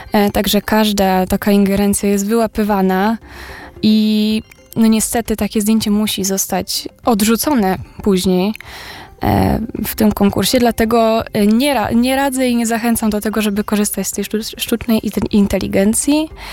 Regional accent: Masovian Voivodeship, Poland; Jako, że wywodzę się właśnie z Kurpi, to zebrałabym ją tam na swoje tereny.

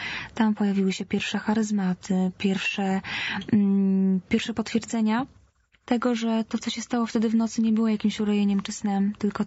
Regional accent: Zamość, Lublin Voivodeship, Poland; Poszłam do liceum, poszłam do kościoła, takiego najbardziej znanego u mnie w Zamościu.

